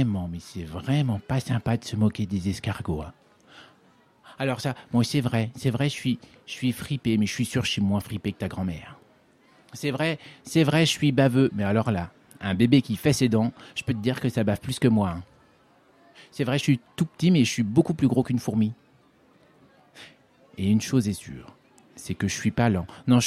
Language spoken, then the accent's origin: French; Brittany, France; J'ai grandi en Bretagne